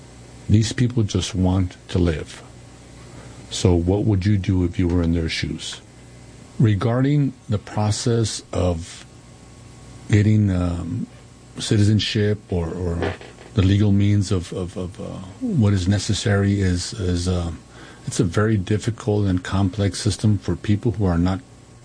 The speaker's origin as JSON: {"language": "English", "town": "El Paso", "region": "Texas", "country": "United States", "tie": "born or raised there", "said": "I was born and raised in El Paso. My parents and grandparents were also born in El Paso. So when I ask when I'm asked about my nationality, I tell people that I'm a full-blooded Texican."}